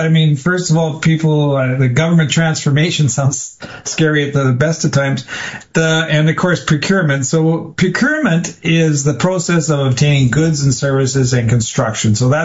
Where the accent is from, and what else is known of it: Canada